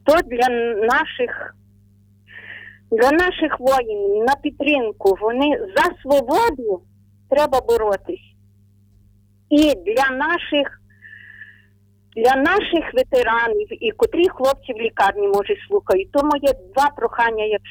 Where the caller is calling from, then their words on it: Ternopil Oblast, Ukraine; Ми з України, Тернопільщина